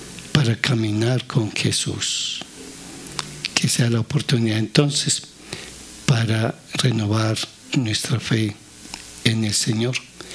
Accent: Colombia

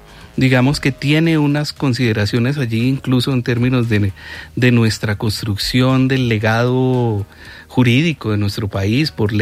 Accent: Colombia; lo que somos nosotros como colombianos

